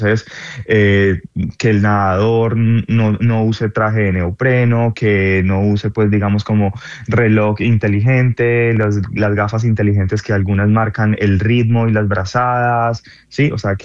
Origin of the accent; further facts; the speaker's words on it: Colombia; now in San Francisco, United States; yo en el 2021 tuve que salir de Colombia por amenazas de muerte. A mí me golpearon durante el paro nacional también que se vivió en este año. Entonces, pues lastimosamente tuve que salir del país y me exilié aquí en Estados Unidos.